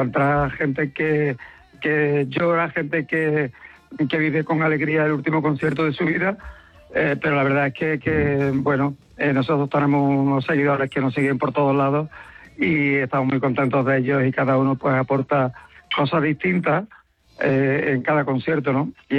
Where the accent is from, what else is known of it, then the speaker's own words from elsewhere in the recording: Córdoba, Andalusia, Spain; nuestra casa es Andalucía, ¿no? Aunque somos de Córdoba, vivimos en Córdoba, pero nos sentimos muy, muy orgullosos de ser andaluces